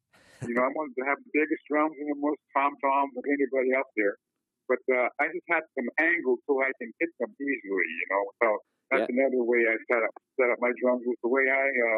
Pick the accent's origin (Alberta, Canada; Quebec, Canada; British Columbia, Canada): Alberta, Canada; Calgary; moved away; well, we're from Calgary.